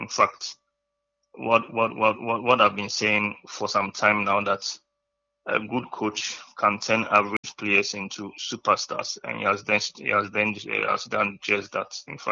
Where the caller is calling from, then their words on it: Teshie, Greater Accra, Ghana; calling from Teshi.